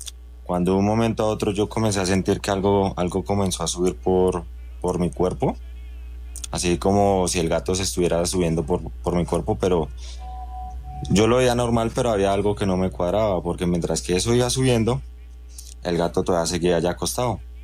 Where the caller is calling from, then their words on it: Zipaquirá, Cundinamarca, Colombia; desde Zipaquirá.